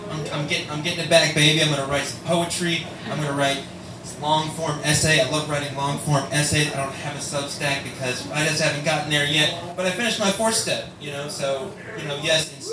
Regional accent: Louisville, Kentucky, United States; I am from Louisville.

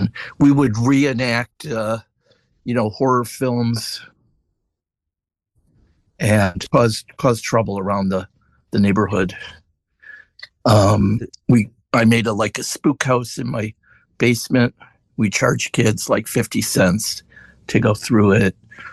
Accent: Huntington Woods, Michigan, United States; also born or lived in Detroit; Well, I was born in Detroit in 1955 at Sinai Hospital, Mount Sinai. Let's see. I grew up in Huntington Woods.

